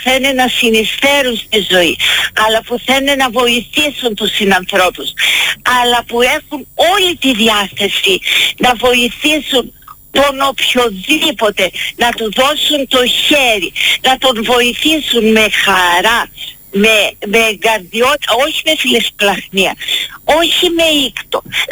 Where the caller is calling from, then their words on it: Crete, Greece; ένα τέτοιο μέρος που εγώ ζω, μια τέτοια Ελλάδα